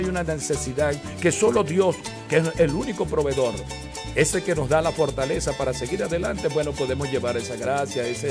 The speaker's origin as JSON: {"language": "Spanish", "town": "Pueblo Nuevo de la Sierra", "region": "Falcón", "country": "Venezuela", "moved": "yes", "said": "Saludos a esa población desde allá, desde Pueblo Nuevo de la Sierra."}